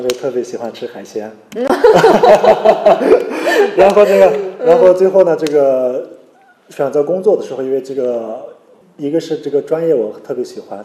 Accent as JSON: {"language": "Chinese", "town": "Kashgar", "region": "Xinjiang", "country": "China", "moved": "as an adult", "said": "我是新疆本地人，我是新疆喀什。"}